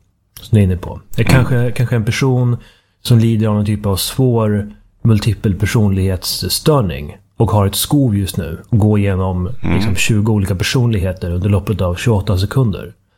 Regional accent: Uppsala, Uppsala County, Sweden; accent: Uppsala dialect; den här uppsaliensiskan som jag fick med mig från min uppväxt i Sveriges traditionella huvudstad

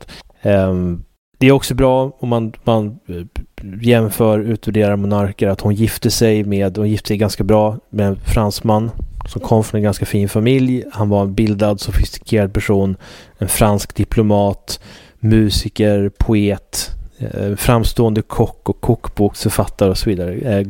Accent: Sweden; Man är ju avundsjuk som svensk.

